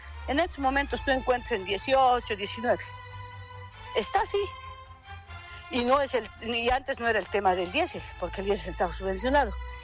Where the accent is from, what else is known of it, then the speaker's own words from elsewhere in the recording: El Alto, La Paz, Bolivia; yo vengo de la ciudad del Alto, y si hoy día tú vas a las filas, hay diésel, pero no hay camiones